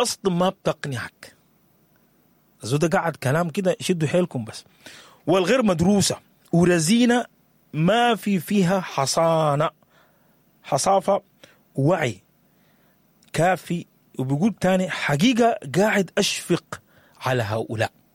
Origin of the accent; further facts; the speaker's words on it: Sudan; حقيقتنا كسودانيين